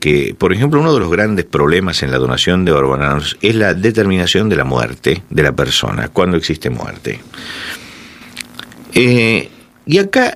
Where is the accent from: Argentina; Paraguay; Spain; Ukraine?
Argentina; Yo fui asesor en su momento, en mi país, Argentina